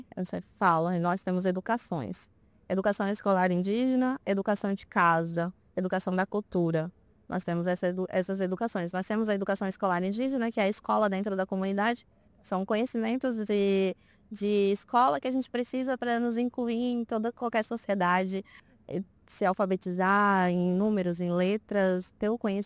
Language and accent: Portuguese; Mato Grosso, Brazil; eu sou de Mato Grosso. Eu sou do povo Borbororo, de Mato Grosso. E a vida ali é mais tranquila.